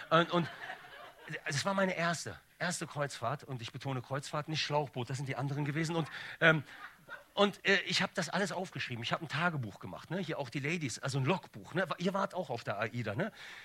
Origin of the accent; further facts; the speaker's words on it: Bonn, North Rhine-Westphalia, Germany; Aber Leute, ich komme original aus dem Ghetto, aus von Tannenbusch. Bei uns gab's keine KIs, zwischendurch mal ein K.O.